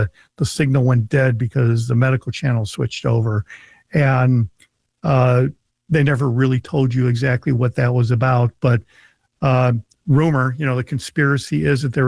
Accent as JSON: {"language": "English", "region": "Illinois", "country": "United States", "said": "I'm from Illinois."}